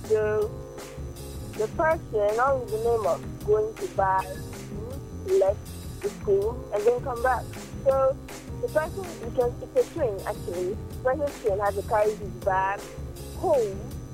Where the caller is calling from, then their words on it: Port Harcourt, Rivers, Nigeria; I'm calling from Iwofe.